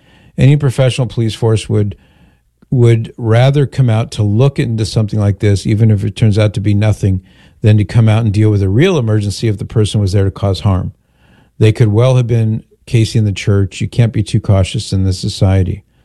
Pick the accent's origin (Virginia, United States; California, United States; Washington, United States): California, United States; Mission Viejo; where I grew up in Mission Viejo